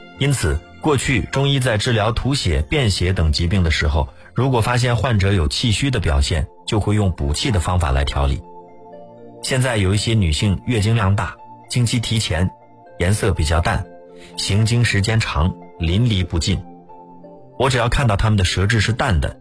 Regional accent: China

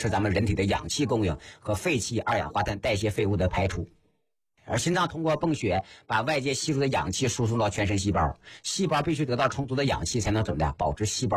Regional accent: China; 你看我们中国人喜欢用个词儿叫什么，叫气绝身亡。

